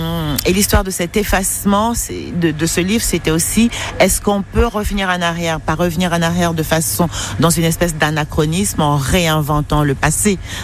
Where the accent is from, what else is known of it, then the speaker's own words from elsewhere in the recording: Douala, Littoral, Cameroon; j'ai grandi, je suis née, j'ai grandi à Douala, j'ai appris à lire là-bas de la littérature qui venait du monde entier